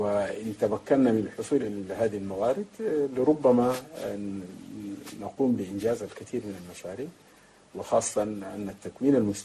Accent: Chad; في بلادنا تشاد

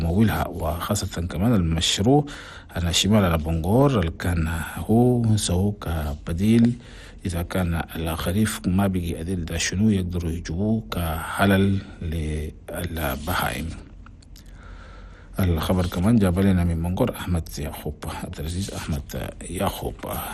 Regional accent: Chad; حنا بلدنا تشاد

